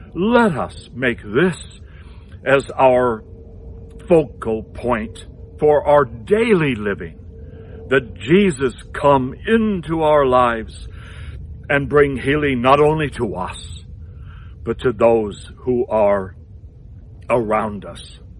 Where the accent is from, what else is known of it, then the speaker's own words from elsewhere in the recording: Idaho, United States; now in Vashon Island, Washington, United States; I grew up on Pendere Lake in northern Idaho. We lived right on the lake